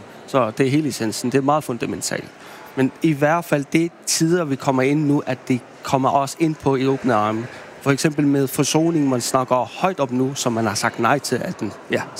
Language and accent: Danish; Greenland; first language Greenlandic; Danish is a second language; Mit valgkreds, det er grønlandsk. Det er mit modersmål. Dansk er mit tredje sprog nærmest.